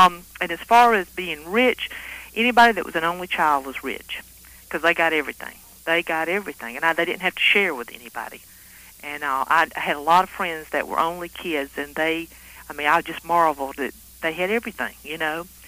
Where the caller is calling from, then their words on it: Alabama, United States; I'm from South Alabama.